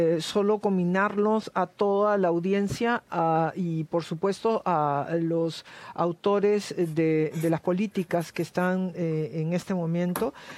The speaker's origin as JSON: {"language": "Spanish", "country": "Peru", "moved": "yes", "said": "y créeme que quisiera de que todos nuestros hermanos peruanos no tuvieran la necesidad de emigrar. Y te lo dice una persona que emigró."}